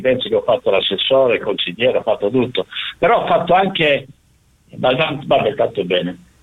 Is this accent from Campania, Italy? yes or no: no; Lecce, Apulia, Italy; born there; now in Aviano, Italy; ha detto poco fa, ha detto di Aviano, ma perché sono nato a Lecce, però ormai sono tanti anni che abito ad Aviano.